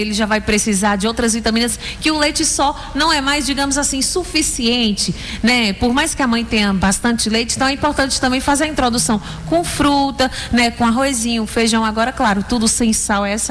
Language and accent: Portuguese; Northeast Region, Brazil; a gente que é do Nordeste, como bom nordestino